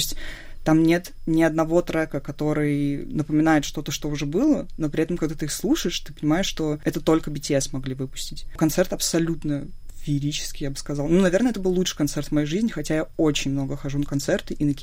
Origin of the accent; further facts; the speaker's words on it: Russia; То есть, ну, я прям девочка из России